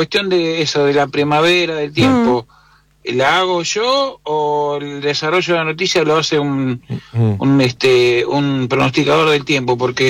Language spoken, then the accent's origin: Spanish; Quilmes, Buenos Aires Province, Argentina; Yo soy nativo del barrio La Cañada de Bernal, en el partido de Quilmes.